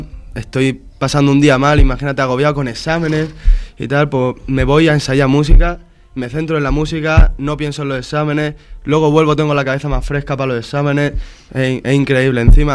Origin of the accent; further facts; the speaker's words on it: Yecla, Region of Murcia, Spain; Yo soy de Yecla.